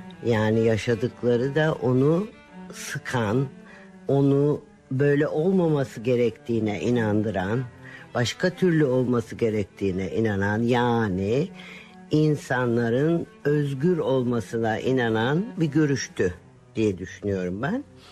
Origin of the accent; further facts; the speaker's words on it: Simav, Kütahya, Turkey; also born or lived in Ödemiş / Gerede; bizim çocukluğumuz Simav, Ödemiş ve Gerede gibi kasabalarda geçti. Ama oralarda doğrusu güzel bir çocukluğumuz geçti.